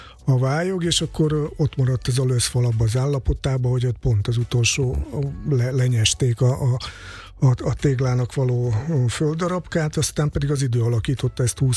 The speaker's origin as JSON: {"language": "Hungarian", "town": "Mali Iđoš", "region": "Vojvodina", "country": "Serbia", "said": "értemszerűen innen származom, Kishegyesről"}